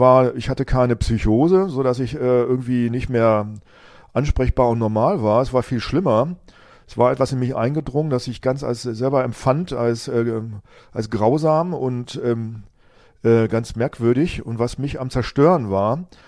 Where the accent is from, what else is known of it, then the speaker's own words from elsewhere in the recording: Rinteln, Lower Saxony, Germany; meine Geburtsgemeinde und Kinderstube, wo ich aufgewachsen bin. Das war meine Familie, die Jesusgemeinde in den Rinteln